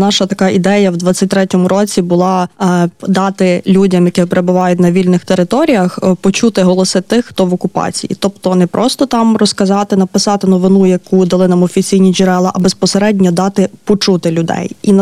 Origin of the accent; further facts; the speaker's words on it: Lviv Oblast, Ukraine; Я родом з Галичини, з Львівської області